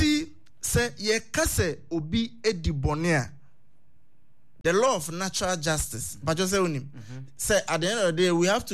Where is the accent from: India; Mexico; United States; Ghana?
Ghana; It is one of the reports I work in Kenya or Ebeho as a Ghanaian.